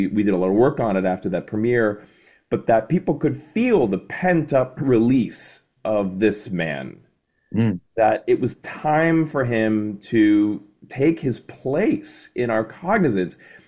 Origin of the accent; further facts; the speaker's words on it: Boston, Massachusetts, United States; They're really my home orchestra. I'm from Boston.